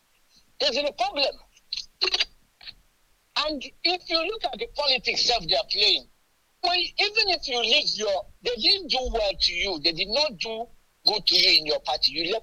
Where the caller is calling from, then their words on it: Nigeria; When I said I'm Nigerian, I said, Nigeria.